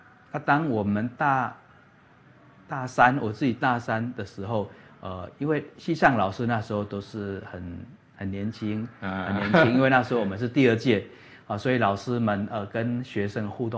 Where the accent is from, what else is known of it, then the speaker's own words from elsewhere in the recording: Yunlin County, Taiwan; moved away as an adult; 我是云林人